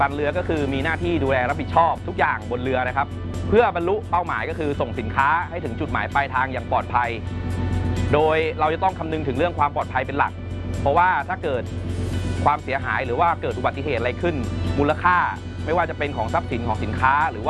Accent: Phitsanulok, Thailand; moved away as an adult; พื้นเพผมเนี่ยเป็นคนจังหวัดพิษณุโลกจบการศึกษามัธยมจากโรงเรียนพิษณุโลกวิทยาคม

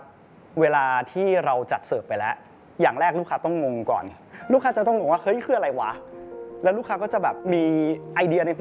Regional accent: Chiang Mai, Thailand; ผมก็รู้สึกภาคภูมิใจมากที่เราได้เป็นส่วนหนึ่งที่เป็นคนเชียงใหม่โดยแท้จริงแล้วเราเติบโตมาในบ้านเมืองเชียงใหม่

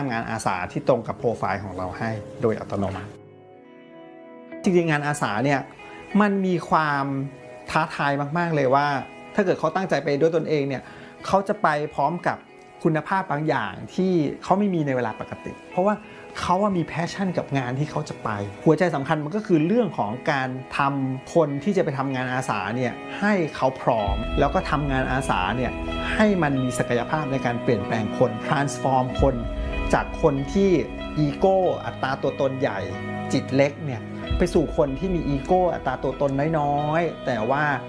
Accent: Bangkok, Thailand; เป็นเด็กกรุงเทพครับเกิดและโตที่กรุงเทพที่บ้านได้ให้ความสำคัญกับการเรียนรู้มาก

